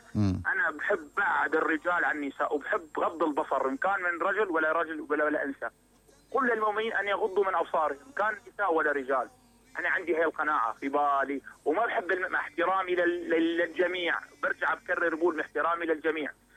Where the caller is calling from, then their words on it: Syria